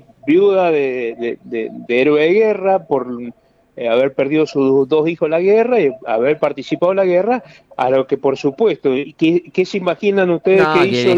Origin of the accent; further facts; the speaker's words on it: Mendoza, Argentina; Si nosotros reclamamos como mendocinos, el Día del Padre, el 24 de agosto, que es el día que San Martín fue padre